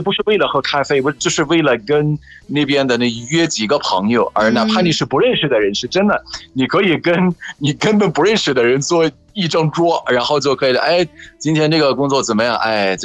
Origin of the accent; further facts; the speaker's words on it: Egypt; Chinese is a second language; ，拜拜。